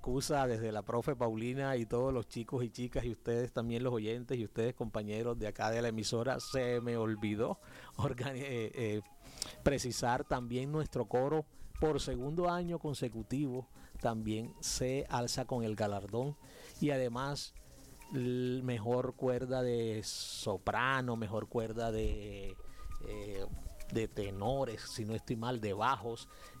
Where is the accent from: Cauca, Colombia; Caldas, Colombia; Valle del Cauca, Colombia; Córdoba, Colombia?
Córdoba, Colombia; lo que somos como cordobeses